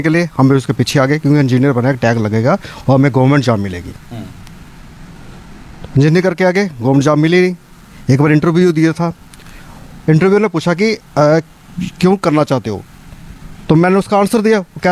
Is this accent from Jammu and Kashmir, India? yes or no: yes; Jammu and Kashmir, India; moved away as an adult; मैं जम्मू कश्मीर से बिलोंग करता हूँ